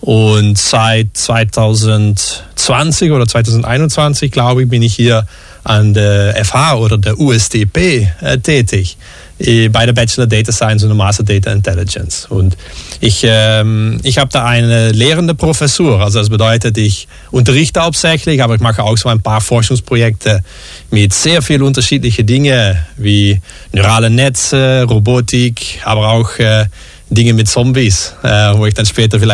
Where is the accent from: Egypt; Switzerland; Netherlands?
Netherlands; German is a second language; moved away as an adult; now in Austria; ich bin Niederländer, da fange ich immer mit an, weil deswegen ist mein Deutsch ein bisschen komisch